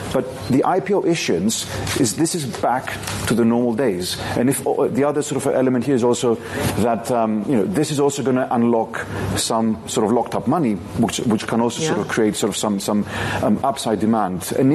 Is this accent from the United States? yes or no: no; Greece; moved away; my home country, Greece